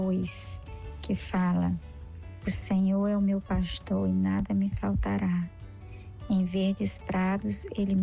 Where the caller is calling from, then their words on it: Fortaleza, Ceará, Brazil; falo aqui de Fortaleza, no Ceará.